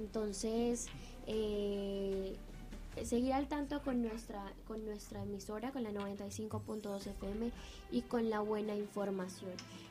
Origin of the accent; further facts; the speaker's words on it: Colombia; los tambores y todas estas elementos que nos caracterizan como colombianos, como latinos